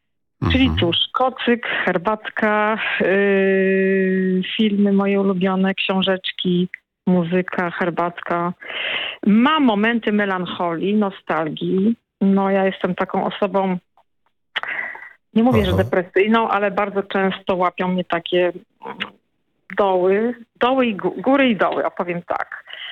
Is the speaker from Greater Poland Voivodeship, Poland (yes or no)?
no; Tricity, Pomeranian Voivodeship, Poland; jestem z Trójmiasta, więc przyszłam się tam nad morze z Gdyni do Sopotu.